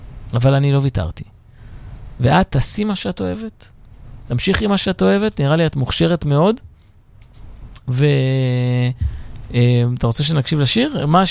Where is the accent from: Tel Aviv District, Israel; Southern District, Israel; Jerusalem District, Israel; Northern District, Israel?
Tel Aviv District, Israel; Herzliya; אני מהרצליה.